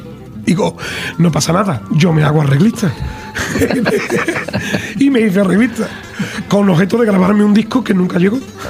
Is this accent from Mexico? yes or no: no; Dos Hermanas, Andalusia, Spain; born there; la feria de mi pueblo acaba de terminar